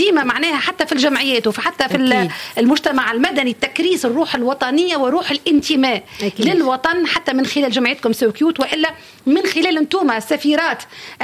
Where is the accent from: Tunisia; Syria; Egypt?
Tunisia; وديما نقول وإحنا تو تونسي ما مع قصنا الماء مع قصنا الضوء مع كل حاجة ما نلقاهاش